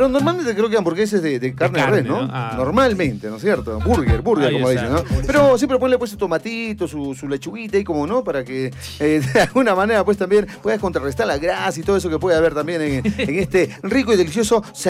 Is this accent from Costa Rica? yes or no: no; Arequipa, Peru; Porque somos obviamente de Arequipa también